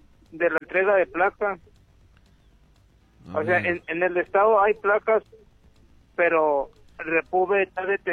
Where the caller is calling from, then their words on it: Ciudad Juárez, Chihuahua, Mexico; Aquí de Horizontes del Sur.